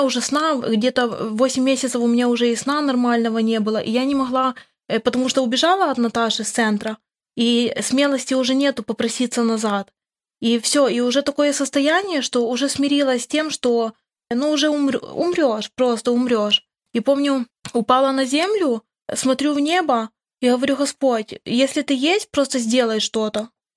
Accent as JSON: {"language": "Russian", "region": "Khmelnytskyi Oblast", "country": "Ukraine", "said": "я тоже с Украины, с Хмельницкой области."}